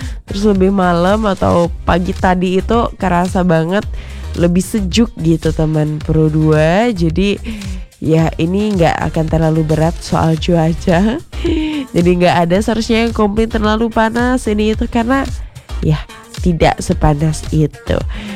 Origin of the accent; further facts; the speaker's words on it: Bangli, Bali, Indonesia; now in Denpasar, Indonesia; Seperti kampung aku mungkin di Bangli itu lebih sering menghadapi hujan